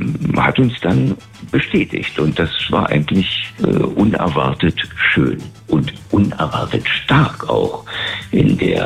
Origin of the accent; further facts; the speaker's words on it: Wittenberge, Brandenburg, Germany; moved away as an adult; now in Berlin, Germany; Ich bin dort geboren, ich bin dort aufgewachsen, habe dort das Abitur gemacht und so hatte ich immer eine sehr emotionale Bindung zu meiner Heimatstadt